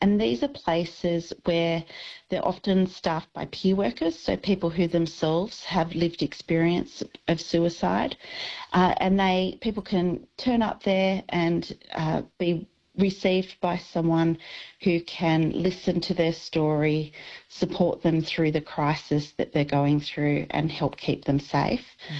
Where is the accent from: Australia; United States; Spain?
Australia; as our Australian society, we need to, you know, let our politicians know that there's things that we would like them to be doing